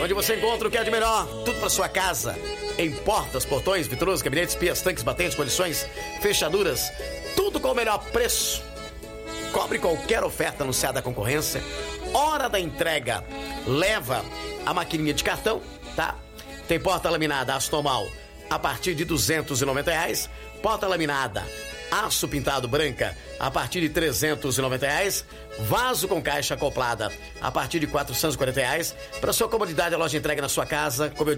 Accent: Descalvado, São Paulo, Brazil; Em Descalvado, onde tudo começou em minha vida, na minha terra querida, amada e inesquecível, em 83.

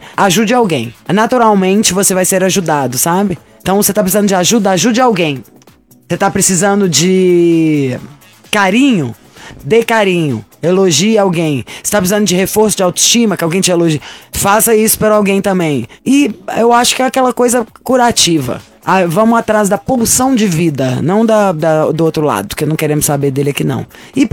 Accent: Minas Gerais, Brazil; Sou de Minas, onde se bebe demais.

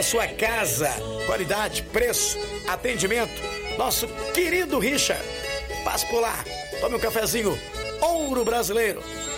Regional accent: Descalvado, São Paulo, Brazil; em Descalvado, minha terra querida, amada, inesquecível, não é? Onde tudo começou em minha vida, em 1983, lá em Descalvado

